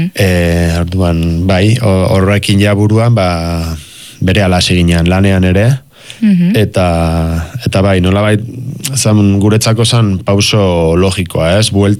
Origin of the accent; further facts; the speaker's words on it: Legazpi, Basque Country, Spain; ni Lehazpikoa naiz